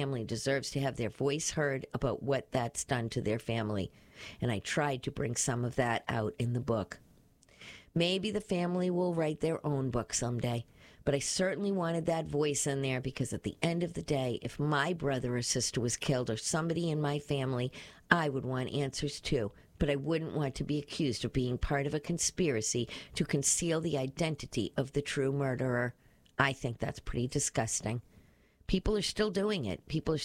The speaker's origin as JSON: {"language": "English", "town": "Brockton", "region": "Massachusetts", "country": "United States", "tie": "born or raised there", "said": "I grew up in Brockton. I always, everywhere I go, I'm proud of being from Brockton, and I wouldn't be where I am today without having grown up in Brockton the way that I did."}